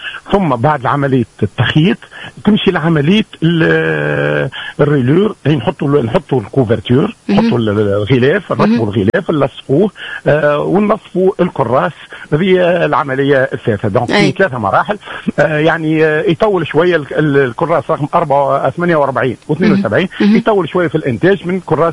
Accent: Tunisia; احنا عندنا في تونس 9 مصانع

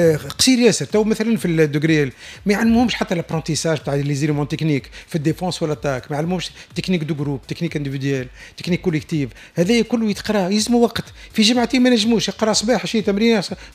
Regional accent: Tunisia; احنا عندنا في تونس

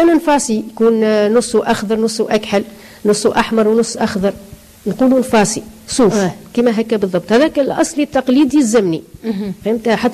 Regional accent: Sayada, Monastir Governorate, Tunisia; هذه الحومة اللي تربينا فيها وكبرنا فيها

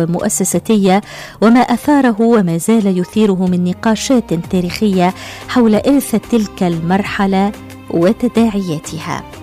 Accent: Tunisia

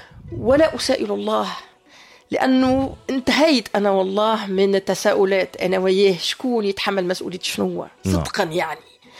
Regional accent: Tunisia; ما كانوش يتصوروا إلا أني تونسية، كانوا يعتقدون أنه جذوري أو عندي نسب أني من فلسطين

